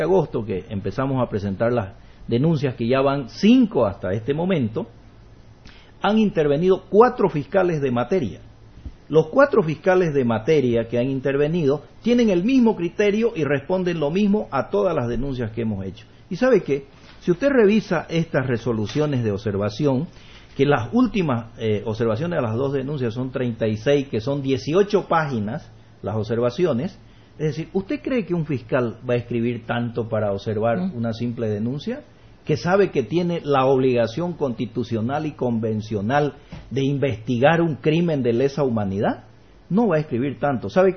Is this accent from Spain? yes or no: no; Bolivia